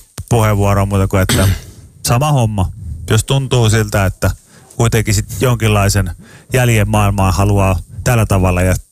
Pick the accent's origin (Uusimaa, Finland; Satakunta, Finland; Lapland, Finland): Satakunta, Finland; Pori; Mä oon Porista